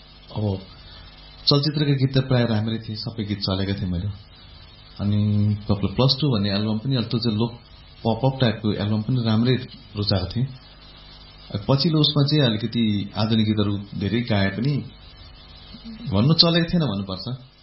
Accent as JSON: {"language": "Nepali", "town": "Biratnagar", "region": "Koshi Province", "country": "Nepal", "said": "मेरो घर विराटनगर हो"}